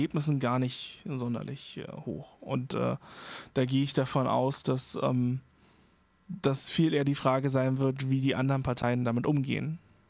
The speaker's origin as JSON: {"language": "German", "region": "Berlin", "country": "Germany", "tie": "born or raised there", "said": "also ich bin nicht gebürtiger Berliner, aber ich bin seit sehr klein aufgewachsen in Berlin."}